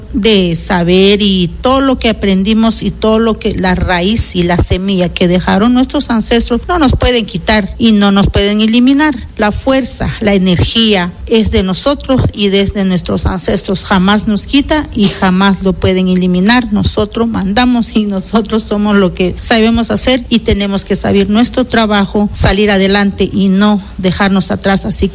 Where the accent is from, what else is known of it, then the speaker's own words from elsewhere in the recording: Alta Verapaz, Guatemala; first language Q'eqchi'; Spanish is a second language; soy de Alta Verapaz y mi idioma es Jechi.